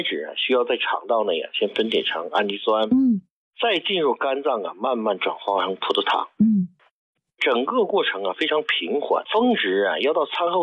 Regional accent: China

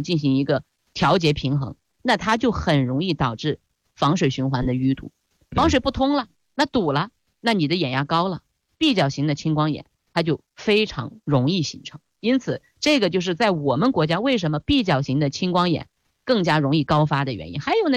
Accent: China; 我们中国人

